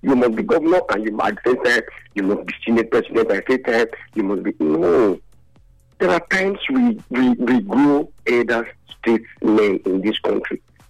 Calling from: Nigeria; I'm calling from South Lero.

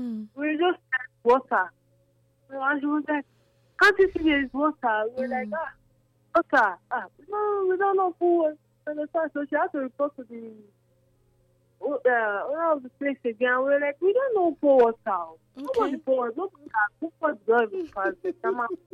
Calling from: Benin; I'm calling from Benin.

